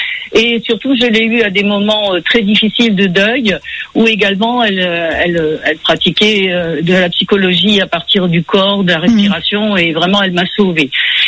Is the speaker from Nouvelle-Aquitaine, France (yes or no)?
yes; Sarlat, Nouvelle-Aquitaine, France; Monsieur qui est de Gramat, voilà, moi je suis de Sarlat